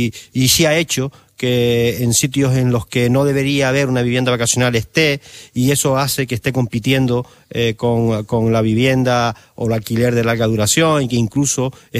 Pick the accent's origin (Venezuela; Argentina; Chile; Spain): Spain; San Bartolomé de Tirajana, Canary Islands